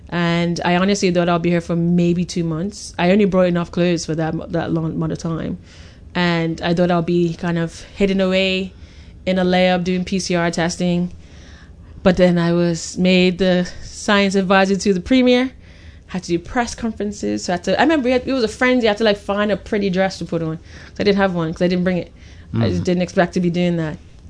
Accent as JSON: {"language": "English", "region": "Warwick", "country": "Bermuda", "tie": "born or raised there", "also_born_or_lived": "England", "said": "Because I'm from Warwick."}